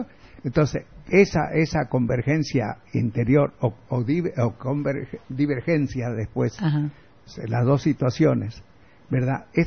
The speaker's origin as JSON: {"language": "Spanish", "region": "Santa Cruz", "country": "Bolivia", "accent": "camba", "said": "Bueno, soy camba, pues, por último."}